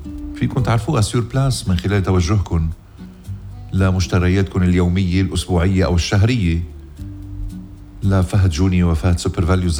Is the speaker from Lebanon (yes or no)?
yes; Lebanon; آخ يا بلدي لبنان